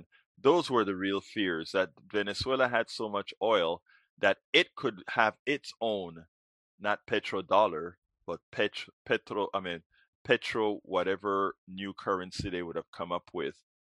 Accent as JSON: {"language": "English", "country": "United States", "said": "Look, I am an American."}